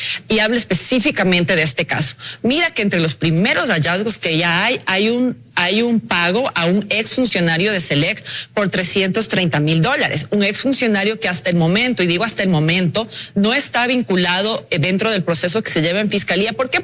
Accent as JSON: {"language": "Spanish", "country": "Ecuador"}